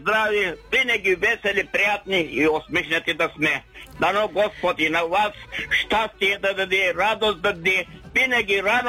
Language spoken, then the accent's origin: Bulgarian; Dulovo, Silistra Province, Bulgaria; от Дулово.